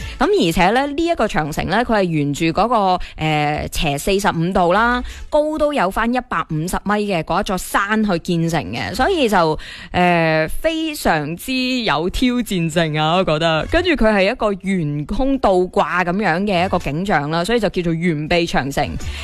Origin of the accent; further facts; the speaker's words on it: Guangdong, China; 我哋广东人最识食噶啦